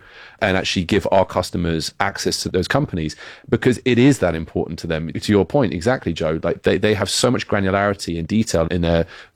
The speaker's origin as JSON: {"language": "English", "country": "United Kingdom", "accent": "British", "said": "Oh, I thought you were going to say, well, it's my British accent that makes me sound more."}